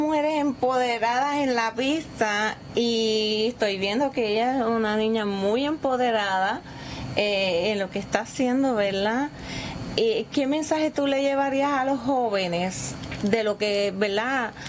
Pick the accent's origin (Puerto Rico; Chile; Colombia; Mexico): Puerto Rico; Vega Baja; yo de niña, pues, estuve en la Liga Atlética, estuve en las batuteras y pertenecía a la Liga Atlética Policiaca de Puerto Rico, ¿verdad? Vega Baja.